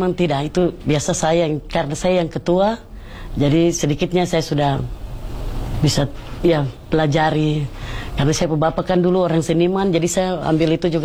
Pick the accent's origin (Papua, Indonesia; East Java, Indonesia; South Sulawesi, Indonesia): Papua, Indonesia; Umum untuk kami orang Papua.